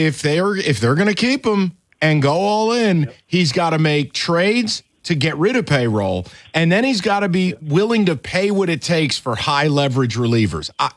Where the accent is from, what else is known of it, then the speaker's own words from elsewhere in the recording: Northeast, United States; moved away; just my reference point of growing up back east